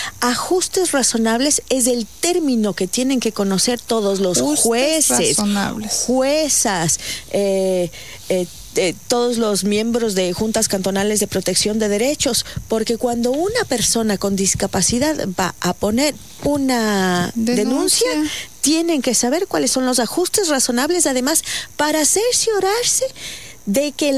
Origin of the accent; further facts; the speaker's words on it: Quito, Pichincha, Ecuador; soy quiteña, pero ibarreña de corazón, no. Como verás, porque yo, bueno, mi familia sí es ibarreña, mi familia materna y paterna son ibarreños, y yo siempre quise nacer en Ibarra.